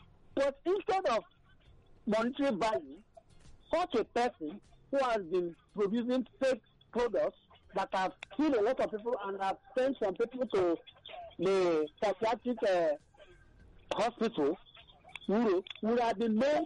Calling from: Abuja, Federal Capital Territory, Nigeria; I'm calling from Abaoja.

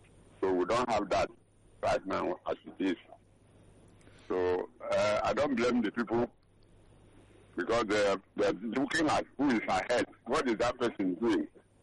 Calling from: Okota, Lagos, Nigeria; is calling from Okota.

